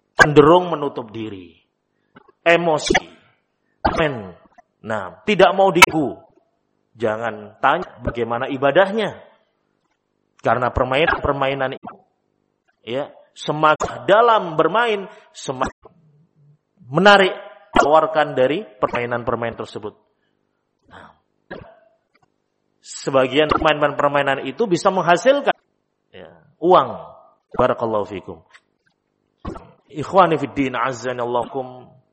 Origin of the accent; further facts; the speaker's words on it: Java, Indonesia; kalau lah kita orang Jawa.